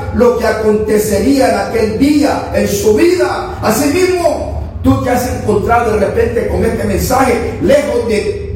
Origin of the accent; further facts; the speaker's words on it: Honduras; moved away; no sé qué hubiera sido de mí si me hubiera quedado en mi país, en Honduras.